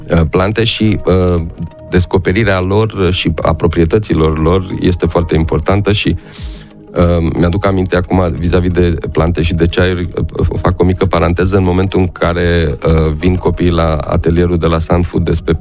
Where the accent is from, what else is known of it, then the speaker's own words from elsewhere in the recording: Copăcel, Romania; Deci și eu și soția suntem din Copăcel, ne-am întors acasă, casele sunt cum sunt și tot renovăm.